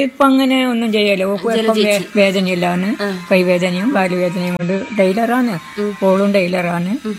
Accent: Kerala, India; born there; also born or lived in Perumbachal

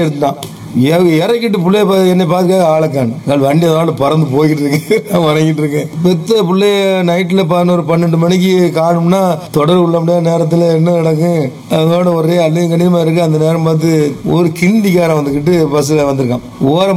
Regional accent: Paman, Tamil Nadu, India

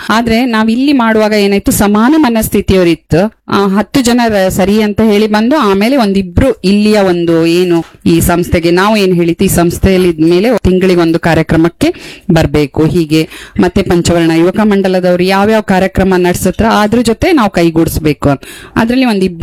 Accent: Raichur, Karnataka, India; also born or lived in Byndoor; now in Kota, India; ನಾವು ಮೂಲತಃ ಬೈಂದೂರವರು. ಹಾ, ನಾವು ಹುಟ್ಟಿ ಬೆಳೆದಿದ್ದೆಲ್ಲ ರಾಯಚೂರು, ಮದುವೆ ಆಗಿ ಬಂದಿದ್ ವಾಪಸ್ ಬೈಂದೂರ್ಗೆ

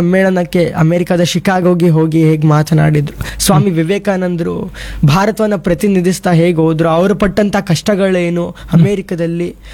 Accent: Hanumanalu, Karnataka, India; ಊರು ಇಲ್ಲೇ, ಇಲ್ಲಿಂದ 1/2 ಇಲ್ಲಿಂದ 25 ಇದೆ, ಬನ್ನೂರು ಅಂತ. ಬನ್ನೂರು ಹತ್ರ ಹನುಮನಾಳು ನಮ್ಮೂರು.

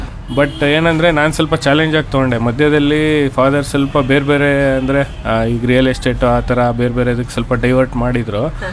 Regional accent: Shivamogga, Karnataka, India; ನಾನು ಹುಟ್ಟಿ ಬೆಳೆದಿದ್ದು ಇಲ್ಲೇ ಶಿವಮೊಗ್ಗದಲ್ಲಿ, ಬಟ್ ನಮ್ಮ ನೇಟಿವ್ ಬಂದ್ಬಿಟ್ಟು ಫಾದರ್ದು ಎನ್ಆರ್ಪುರ. ಸೊ ನಮ್ಮ ಫಾದರ್ 1980 ಶಿವಮೊಗ್ಗಕ್ಕೆ ಬರ್ತಾರೆ. ಸೊ 81 ಇಲ್ಲಿ ಸೆಟಲ್ ಆಗಿದ್ದೀವಿ ನಾವು.

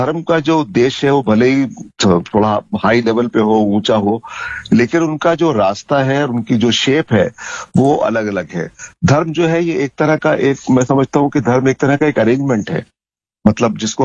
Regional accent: Pune, Maharashtra, India; मैं दर्शकों को बता दूं, सुनने वालों को बता दूं कि मैं पूना से हूं और मैं एक मैकेनिकल इंजीनियर हूं

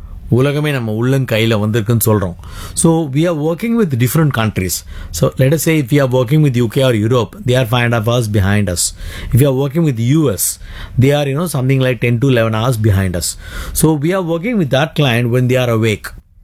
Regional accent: India; Let us say you're all Indian, you know, here. So there is a responsibility as an Indian that we need to do it.

